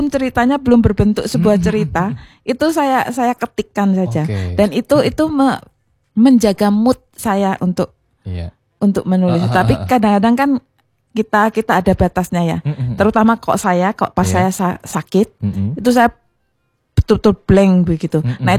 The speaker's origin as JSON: {"language": "Indonesian", "town": "Pekanbaru", "region": "Riau", "country": "Indonesia", "said": "Enggak sedikit orang yang enggak percaya bahwa saya ini dari Pekanbaru."}